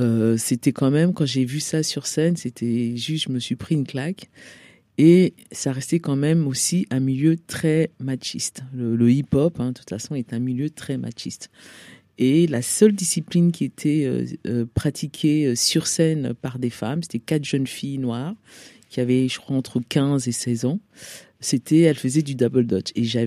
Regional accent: Alfortville, Île-de-France, France; also born or lived in Cameroon; j'ai grandi en banlieue, donc du coup dans le 9-4, Alfortville, Maison Alfort. Mais je suis née au Cameroun.

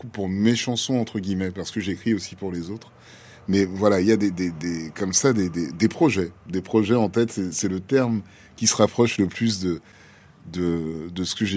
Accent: Dakar, Senegal; first language French; moved away; also born or lived in Nanterre; j'ai grandi à Dakar

